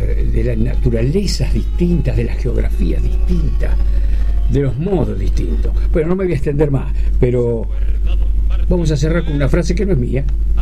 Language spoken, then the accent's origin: Spanish; Argentina; born there; yo nací acá, mi raíz está acá.